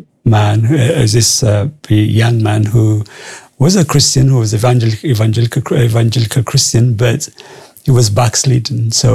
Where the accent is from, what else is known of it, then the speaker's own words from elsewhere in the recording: Addis Ababa, Ethiopia; also born or lived in Jimma, Ethiopia; now in United Kingdom; So I was born in a place called Jimma, which is, I think, 300 kilometers outside of Addis, the capital city. But I grew up in Addis, in the capital, until I came to Britain.